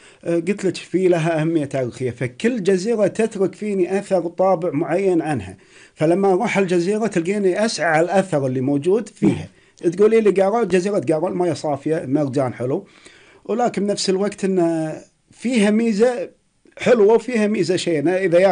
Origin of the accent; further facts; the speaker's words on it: Kuwait; الذيبة اللي عندنا بالكويت، عندنا احنا بالجنوب